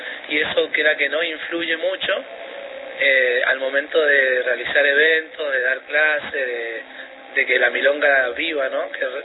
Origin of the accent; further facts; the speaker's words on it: San Rafael, Mendoza, Argentina; soy de San Rafael Mendoza